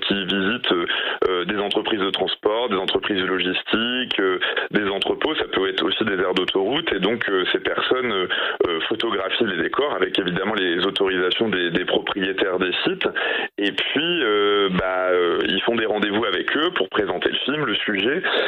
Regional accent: Normandy, France; now in Paris, France

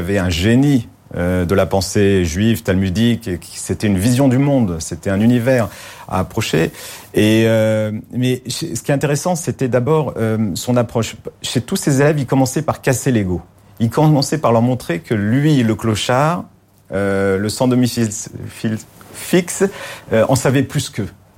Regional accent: Paris, Île-de-France, France; born there; Alors, j'étais adolescent, je suis né à Paris, vous savez

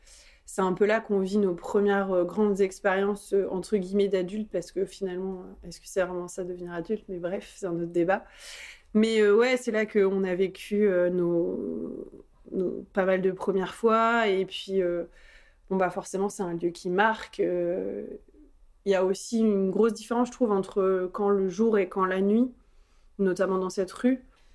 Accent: Caen, Normandy, France; also born or lived in Fleury-sur-Orne / Bretteville-sur-Odon; Concrètement, je suis née à Caen et j'ai toujours vécu dans la périphérie de Caen. Donc en fait, ça va faire 32 ans que je suis très très sédentaire et que, que je vis à Caen ou aux alentours de Caen.

